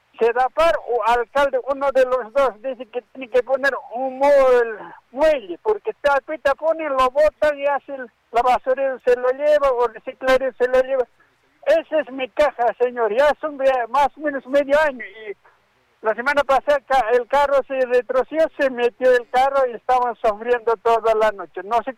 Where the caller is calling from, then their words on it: Arequipa, Peru; Yo soy de Caima, de Buenos Aires, el mercadito de abajo, calle Jerón, Perú. Más o menos 3 cuadras en la esquinita de parque